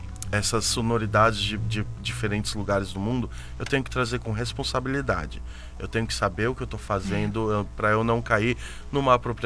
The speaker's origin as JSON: {"language": "Portuguese", "town": "Florianópolis", "region": "Santa Catarina", "country": "Brazil", "tie": "born there", "also_born_or_lived": "Pato Branco / Alagoas / Paraíba", "lives_now": "Joinville, Brazil", "said": "mas eu nasci em Florianópolis, mas também não tenho raiz em Florianópolis. Meus pais eram quase nômades, assim. A gente já morou desde Florianópolis até Pato Branco, até Alagoas e Paraíba."}